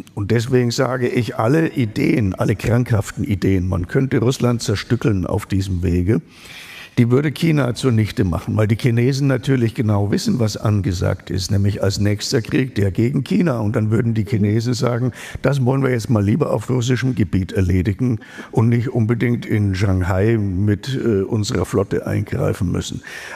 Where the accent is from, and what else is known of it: Germany